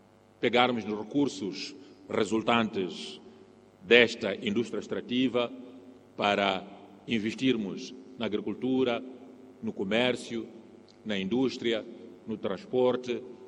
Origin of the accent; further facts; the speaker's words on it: Mozambique; estamos todos nós, como moçambicanos